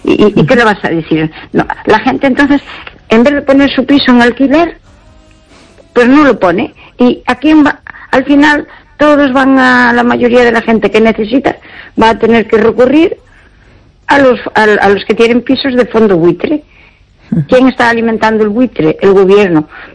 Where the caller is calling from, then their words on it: Pontevedra, Galicia, Spain; de Pontevedra.